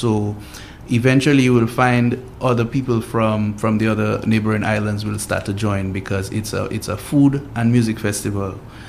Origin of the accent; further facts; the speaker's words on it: Dominica; Like I tell people, anytime I'm away from Dominica, what I really miss about my country is the food, you know.